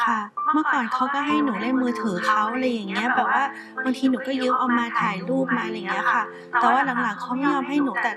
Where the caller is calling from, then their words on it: Bangkok, Thailand; บ้านอยู่อ่อนนุชค